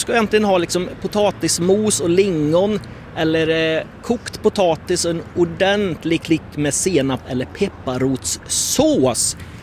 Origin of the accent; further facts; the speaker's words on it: Västra Götaland County, Sweden; Jajamän, född och uppvuxen här i Skaraborg, har ätit grynkorv i skolmatsalen